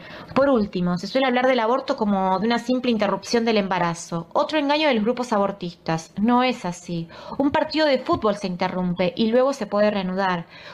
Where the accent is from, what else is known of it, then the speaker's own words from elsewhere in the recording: Argentina; soy una mujer argentina